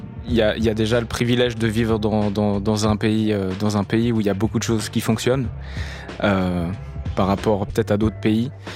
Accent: Algeria; il est principalement inspiré de mon retour dans mon pays d'origine, qui est l'Algérie, où j'étais pas retourné depuis une quinzaine d'années.

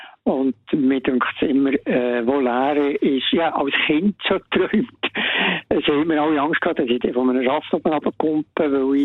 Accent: Bern, Switzerland; Ich bin Berner

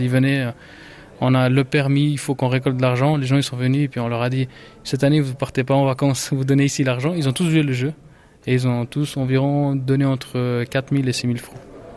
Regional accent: Switzerland; born there; non, je suis né ici en Suisse. Je peux même dire le numéro de la chambre de l'hôpital, 365, je me rappellerai. Et j'ai fait les études ici à Fribourg

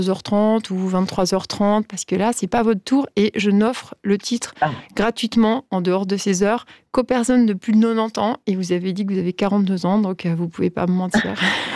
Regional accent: Switzerland; en tant que Suisse.

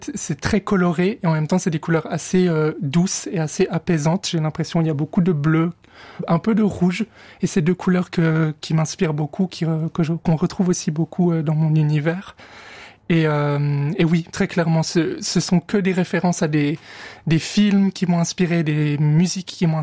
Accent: Moutier, Bern, Switzerland; born there; c'est effectivement la ville où je suis né

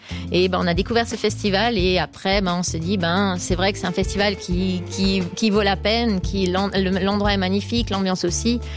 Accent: France; Pas du tout. Moi, de base, je suis française.

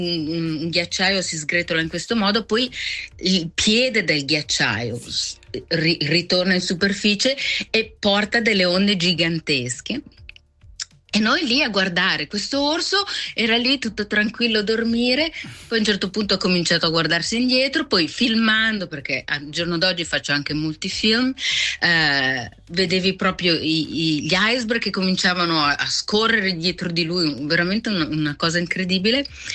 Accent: Collina d'Oro, Ticino, Switzerland; now in Canada; Svizzera.

